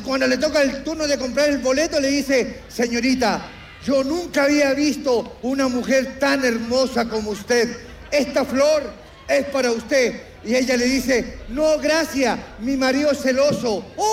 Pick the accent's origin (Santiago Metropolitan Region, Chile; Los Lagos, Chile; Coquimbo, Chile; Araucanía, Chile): Santiago Metropolitan Region, Chile; La Florida; Yo soy de yo soy de la Floriguana, o sea, de la Florida. Yo soy de ahí.